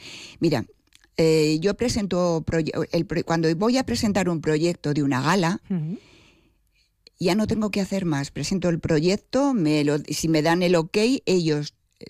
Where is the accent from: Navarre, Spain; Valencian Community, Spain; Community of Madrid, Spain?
Community of Madrid, Spain; Alcalá de Henares; moved away as an adult; now in Torrejón de Ardoz, Spain; Sí, bueno, vamos a poner mitad y mitad, porque prácticamente desde los 18 años vivo en Torrejón y Alcalá siempre para mí es Alcalá, porque toda mi familia es de aquí. Mi linaje está aquí.